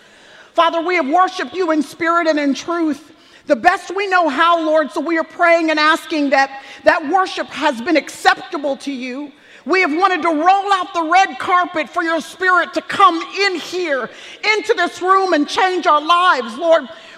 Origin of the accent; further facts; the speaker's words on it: Dallas, Texas, United States; as I mentioned earlier, that I grew up in Dallas-Fort Worth area